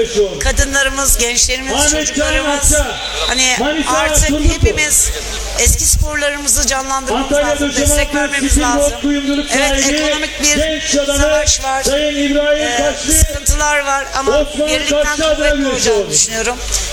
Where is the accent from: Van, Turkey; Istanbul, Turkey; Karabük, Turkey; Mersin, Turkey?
Van, Turkey; Erciş; now in Muğla, Turkey; Memleketim Van Erciş.